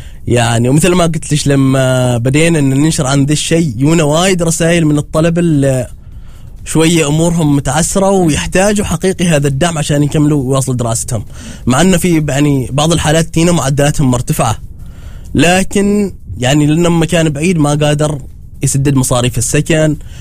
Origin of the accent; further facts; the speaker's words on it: Oman; نحن كمجتمع عماني